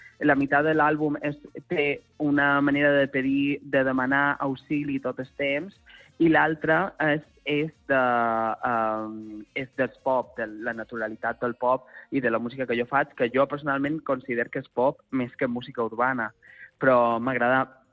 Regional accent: Calvià, Balearic Islands, Spain; Sento una persona de pares forasters i calvianer

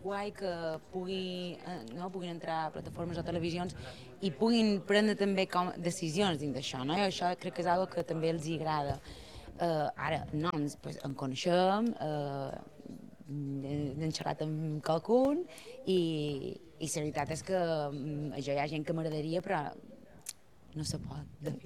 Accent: Balearic Islands, Spain; accent: Mallorquí; first language Mallorquí; Idealment, sí, mallorquí, perquè és la meva llengua materna i parla molt de la relació amb sa mare

